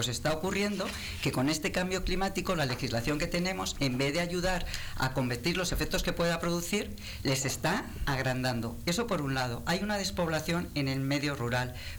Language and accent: Spanish; Spain; porque en definitiva todos somos españoles y las administraciones están ahí para eso, para ayudarse.